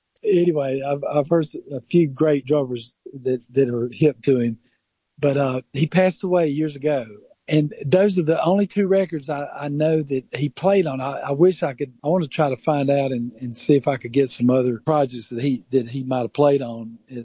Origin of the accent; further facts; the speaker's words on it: Spartanburg, South Carolina, United States; my hometown, Spartanburg, South Carolina